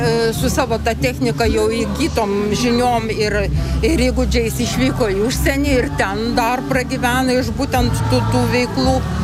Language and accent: Lithuanian; Šiauliai, Šiauliai County, Lithuania; born there; moved away as an adult; now in Akmenė, Lithuania; nors gimiau Šiauliuose